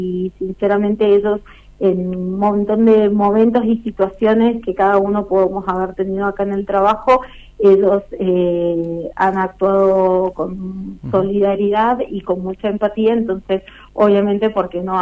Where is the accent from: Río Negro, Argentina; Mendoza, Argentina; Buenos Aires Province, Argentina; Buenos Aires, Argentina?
Mendoza, Argentina; Uspallata; yo estoy nacida y criada acá en Uspallata.